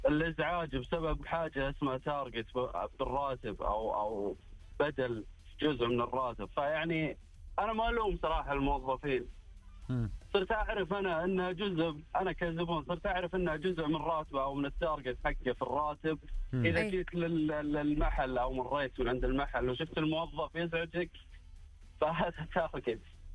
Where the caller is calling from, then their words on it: Riyadh, Riyadh Province, Saudi Arabia; من الرياض.